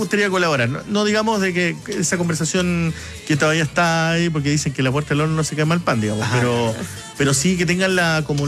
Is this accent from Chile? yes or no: yes; Chile; ah, no, si yo soy chileno.